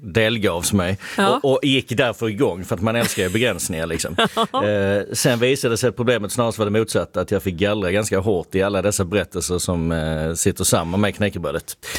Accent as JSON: {"language": "Swedish", "region": "Skåne", "country": "Sweden", "said": "Jag kommer från Skåne, så det är egentligen inte knäckeland så, men hela Sverige är ju faktiskt ett knäckeland via våra skolmatsalar"}